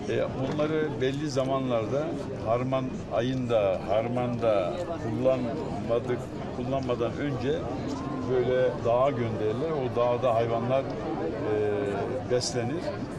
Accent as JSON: {"language": "Turkish", "town": "Yusufeli", "region": "Artvin", "country": "Turkey", "tie": "born or raised there", "said": "Benim köyüm Artvin, Yusufeli, aşağıda, çoğunun kenarında falan."}